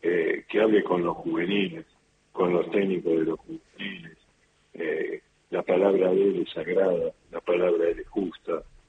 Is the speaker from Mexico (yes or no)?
no; Buenos Aires, Argentina; Vos sos de la provincia. No, digo, nací en el Pirrobano, sí, siempre estuve en capital.